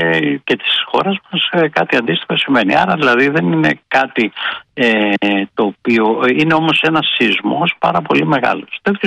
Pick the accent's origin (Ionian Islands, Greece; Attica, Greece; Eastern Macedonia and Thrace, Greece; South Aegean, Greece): Ionian Islands, Greece; Zakynthos; born there; Βρίσκομαι στη Ζάκυνθο, στην πατρίδα μου.